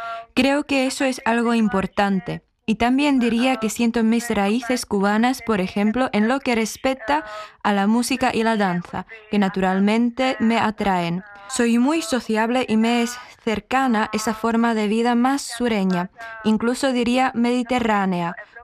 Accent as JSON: {"language": "Spanish", "town": "Děčín", "region": "Ústí nad Labem Region", "country": "Czechia", "tie": "born or raised there", "second_language": "Spanish", "said": "Yo crecí en Chequia y ya no hablo español y no tenía cubanos alrededor ni otros niños de familias mixtas mientras crecía."}